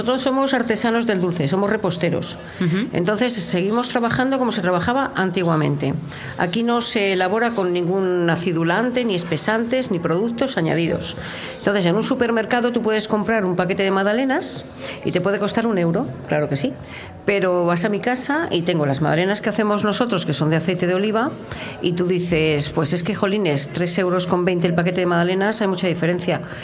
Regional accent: Tordesillas, Castile and León, Spain; Todos los bollos son de aquí, de mi tierra. Estos bollos se hacían siempre en Tordesillas.

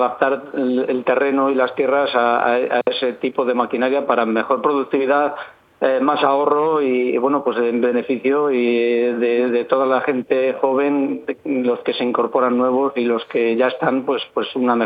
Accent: Tordehumos, Castile and León, Spain; en mi pueblo concretamente, pues estamos ahí en esa línea, se mantiene un pelín hacia abajo, pero bueno, es inevitable ahora mismo en toda Castilla y León, y creo que en toda España.

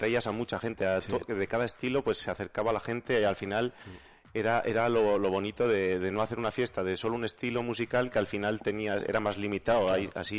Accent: Matamalas, Spain; yo soy de Matamalas, de un pueblo que... Me iba a un telecentro que tiene el ayuntamiento y ahí tenían conexión a internet

